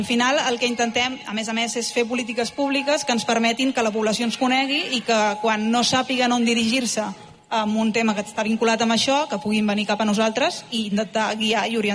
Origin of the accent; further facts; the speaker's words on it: Castellón de la Plana, Valencian Community, Spain; moved away as an adult; now in El Vendrell, Spain; Jo sóc valenciana, sóc de Castelló.